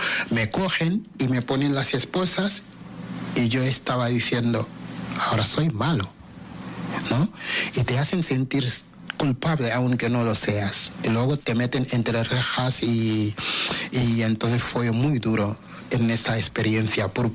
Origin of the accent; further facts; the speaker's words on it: Senegal; now in Spain; Yo hablo de Senegal, o sea, somos más de 18 millones de habitantes.